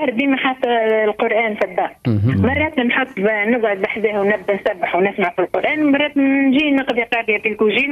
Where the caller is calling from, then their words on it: Manouba, Tunisia; من ولاية منوب